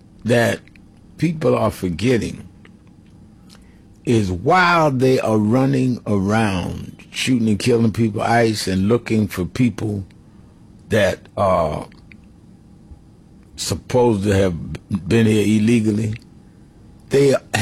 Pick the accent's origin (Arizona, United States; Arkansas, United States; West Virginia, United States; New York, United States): New York, United States; Brooklyn; born there; I was born in Brooklyn, but I visited there several times in Dothan, Abbeville, Alabama.